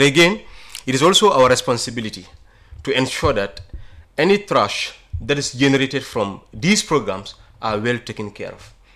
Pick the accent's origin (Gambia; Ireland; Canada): Gambia